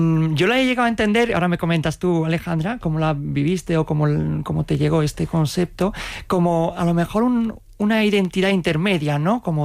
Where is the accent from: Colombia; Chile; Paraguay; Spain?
Spain; Lucena, Andalusia; Yo vengo de un pueblo de Córdoba, se llama Lucena, y la verdad que me siento muy orgulloso de todas las personas de allí, y mi raíz andaluza es una forma de entender